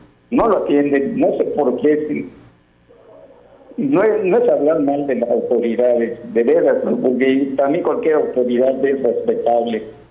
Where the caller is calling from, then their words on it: Yucatán, Mexico; vivimos aquí en la Fidel Velázquez